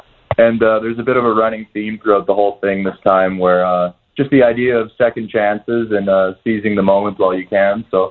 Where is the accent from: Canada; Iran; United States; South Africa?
Canada; Saskatchewan; we're really leaning into the whole Saskatchewan-Canadian core on this one. We're wearing our roots on our sleeves.